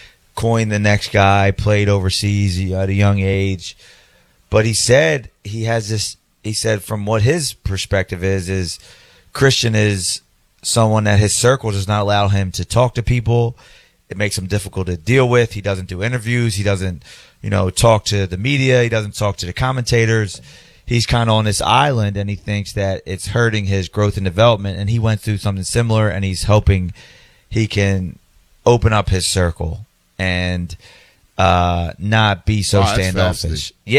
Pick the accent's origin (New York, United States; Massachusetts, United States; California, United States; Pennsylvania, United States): Pennsylvania, United States; Philadelphia; where I grew up in Fishtown, it was a big movement.